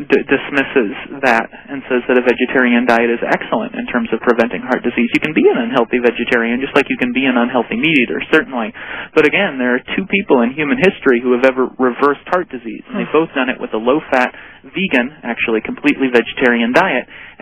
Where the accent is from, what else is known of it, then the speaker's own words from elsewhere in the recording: Oklahoma, United States; I grew up in Oklahoma, and there's not really a lot to do in Oklahoma